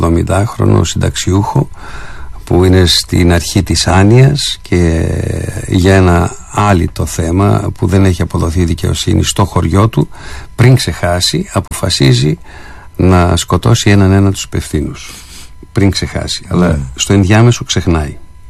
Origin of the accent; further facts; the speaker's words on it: Greece; Είναι αυτή η ταυτότητα που έχουμε χάσει σαν Έλληνες